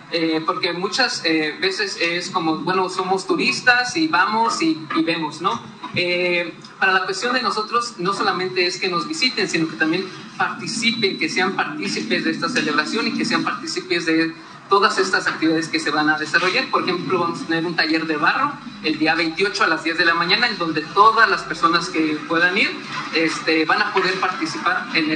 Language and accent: Spanish; Guanajuato, Mexico; A nosotros se nos conoce como los comaleros de Santa Fe